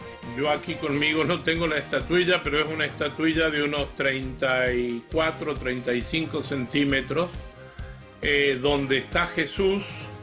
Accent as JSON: {"language": "Spanish", "region": "Mendoza", "country": "Argentina", "said": "Hace muchos años, en Argentina, de donde yo soy, en Mendoza, un amigo muy conservador me mostró un video"}